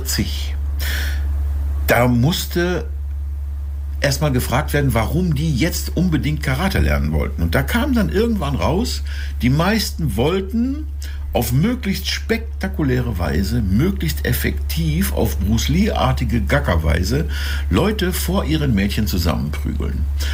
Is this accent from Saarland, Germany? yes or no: no; Lingen, Lower Saxony, Germany; stamme ich aus Lingen